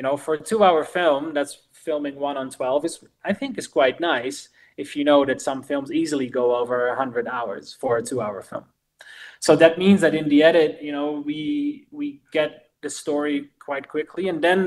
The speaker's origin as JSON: {"language": "English", "country": "Netherlands", "said": "At the moment, we are from the Netherlands."}